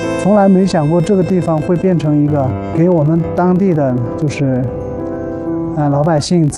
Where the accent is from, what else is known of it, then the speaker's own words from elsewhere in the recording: China; 我们家乡也有了很大的变化。地还是这个地，草坪还是这个草坪